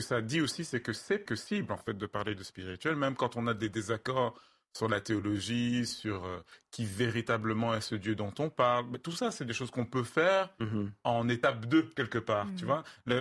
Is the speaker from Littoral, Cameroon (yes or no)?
no; West, Cameroon; first language Bamum; French is a second language; je suis originaire du Cameroun. Je viens d'une région qui a eu sa langue depuis des siècles.